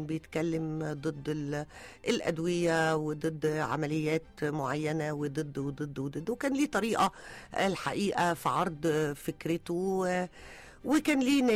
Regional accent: Egypt; احنا كمواطن مصري

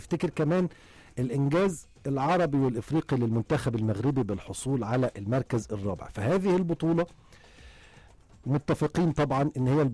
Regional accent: Egypt; احنا كمصريين وعشاق لكرة القدم

